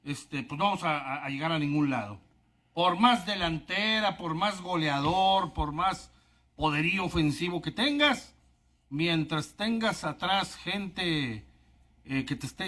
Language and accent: Spanish; Argentina; Yo soy internacional, argentino.